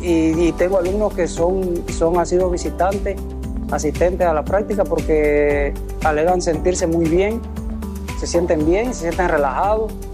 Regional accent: Cuba; moved away; yo observo en mi país, yo observaba en Cuba

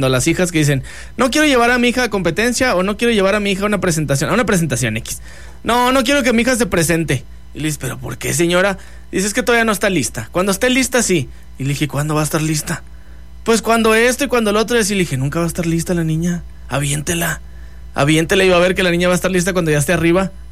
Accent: Mexico; Somos buenos mexicanos.

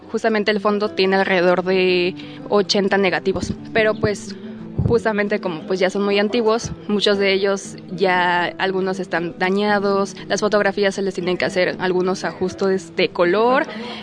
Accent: Acapulco, Guerrero, Mexico; moved away as an adult; now in Taxco, Mexico; yo soy foránea, soy de Acapulco

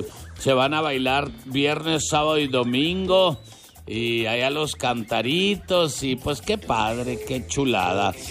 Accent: Delicias, Chihuahua, Mexico; Los que somos más carajos somos los de Delicias. Somos más novieros

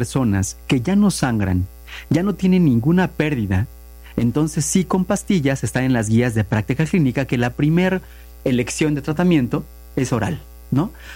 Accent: Mexico; Como buen mexicano, ustedes saben que eso lo vemos normal, aunque es un robo, lo vemos normal.

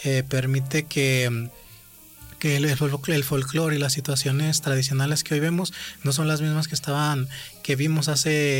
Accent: Mexico

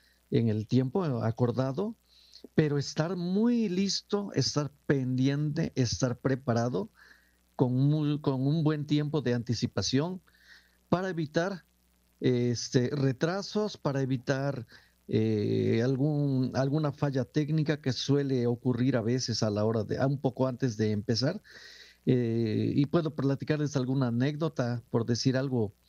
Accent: Huatusco, Veracruz, Mexico; now in Xalapa, Mexico; Yo soy de Huatusco, pero radico aquí en Jalapa desde hace ya muchos años.

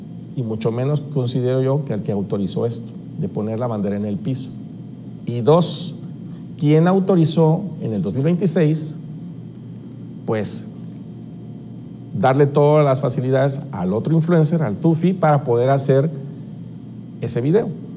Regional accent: Mexico; Mi cuestionamiento es, como periodista, como ciudadano mexicano

